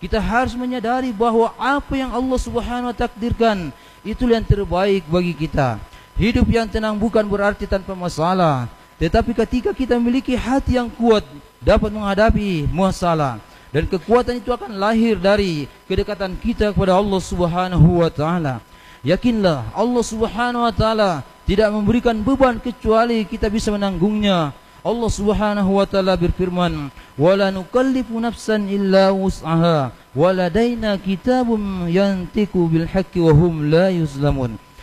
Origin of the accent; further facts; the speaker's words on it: Indonesia; Arabic is a second language; أم بلدنا إندونيسيا خاصة وسائر البلدان المسلمين عامة يا رب العالمين.